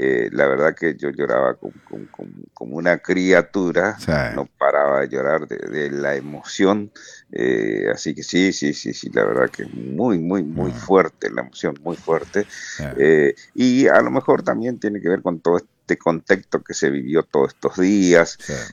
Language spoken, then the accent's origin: Spanish; Chaco, Argentina; soy chaqueño, pero por ese esquema que había antes de los sorteos y esas cosas para cumplir con el servicio militar obligatorio, bueno, me tocó el destino final en Montecaseros, Corrientes.